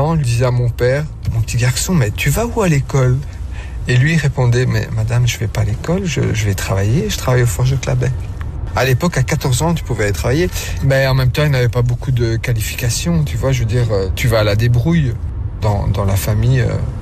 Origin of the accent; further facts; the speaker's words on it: Wallonia, Belgium; Mes parents, ils sont italiens, ça c'est sûr. Comme moi, je suis italien, mais je suis belge aussi, tu comprends?